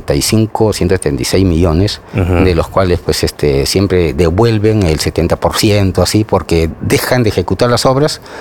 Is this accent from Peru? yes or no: yes; Lima, Peru; Yo soy natural de Lima, de padres provincianos